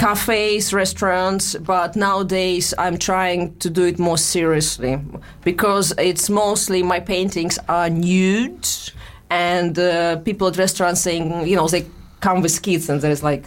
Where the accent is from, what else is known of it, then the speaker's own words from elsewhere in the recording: Russia; accent: Russian; English is a second language; moved away; I think it's my Russian accent.